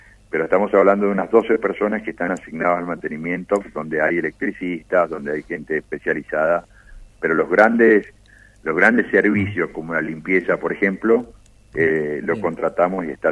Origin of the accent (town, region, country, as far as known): Mendoza, Argentina